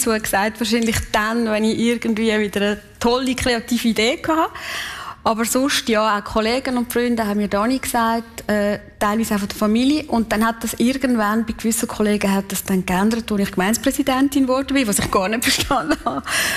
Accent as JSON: {"language": "German", "town": "Kaltbrunn", "region": "St. Gallen", "country": "Switzerland", "accent": "Kaltbrunn dialect", "said": "Also ich meine, ich rede Kaltbrunner Dialekt, oder? Und das ist nicht, es tönt nicht nach St. Gallen."}